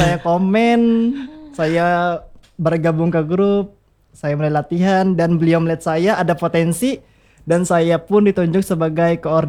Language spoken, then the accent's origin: Indonesian; Sampit, Central Kalimantan, Indonesia; moved away as an adult; now in Palangka Raya, Indonesia; saya asal dari Sampit, Kalimantan Tengah. Kemudian saya melanjutkan studi saya, kuliah ya, di Palangkaraya ini. Kurang lebih 4 tahunan, 5 tahunan ya.